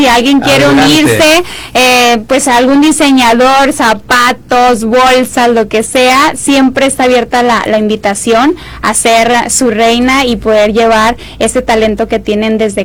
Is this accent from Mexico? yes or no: yes; Mexico; que conozcan lo que somos las mujeres mexicanas alegres, nuestra música, nuestra gastronomía